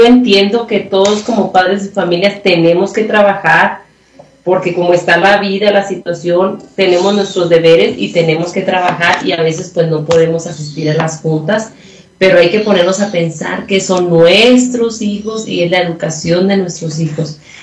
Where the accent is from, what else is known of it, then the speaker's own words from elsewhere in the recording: Chihuahua, Mexico; moved away; Yo soy de Chihuahua, México.